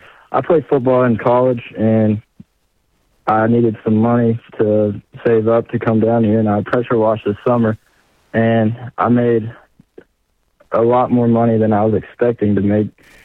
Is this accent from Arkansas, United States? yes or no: yes; Arkansas, United States; I'm actually from Arkansas, but Dallas is the closest major city.